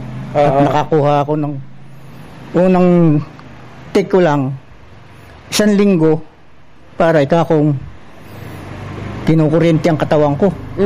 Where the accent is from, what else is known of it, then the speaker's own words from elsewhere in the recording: Atimonan, Calabarzon, Philippines; Taga Barangay Caridad Ibaba.